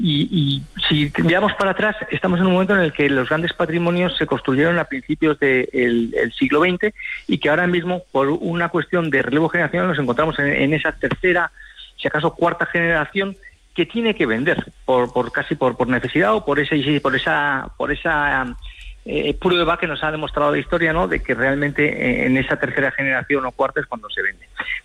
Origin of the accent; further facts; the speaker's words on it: Valencian Community, Spain; yo soy de la Comunidad Valenciana